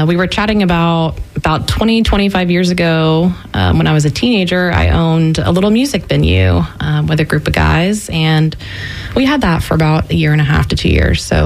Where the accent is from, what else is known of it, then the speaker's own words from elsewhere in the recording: Nashville, Tennessee, United States; Yeah, I'm originally from Nashville. So I grew up around music my whole life.